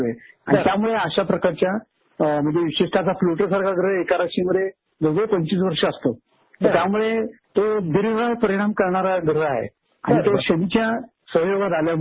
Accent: Maharashtra, India; मी मुळचा चिंचवड जवळ ताफड गाव आहे.

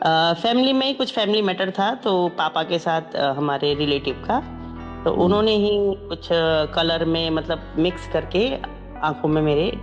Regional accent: Uttarakhand, India; now in Delhi, India; मैंने 8th तक पढ़ाई की थी वहीं उत्तराखंड में ही।

